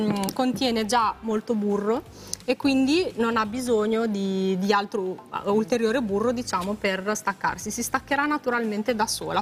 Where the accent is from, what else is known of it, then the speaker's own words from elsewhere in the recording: Bologna, Emilia-Romagna, Italy; Di Bologna, abito... Ah, sì, della provincia di Bologna, sì.